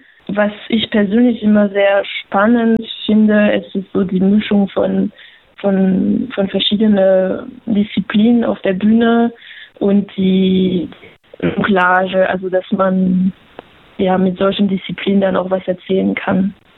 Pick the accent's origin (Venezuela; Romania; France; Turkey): France; moved away; Ich komme ja aus Frankreich